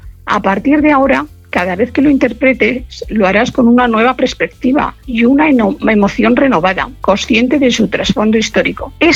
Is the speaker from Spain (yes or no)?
yes; Burgos, Castile and León, Spain